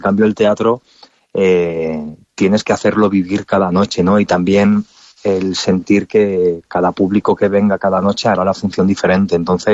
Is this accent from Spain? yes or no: yes; Valdepeñas, Castilla-La Mancha, Spain; moved away as an adult; now in Madrid, Spain; hará 20 años que me fui de Valdepeñas a Madrid a estudiar y bueno, pues supone, pues eso, mucha alegría y, bueno, que tu propia ciudad, ¿no?, te reconozca tu labor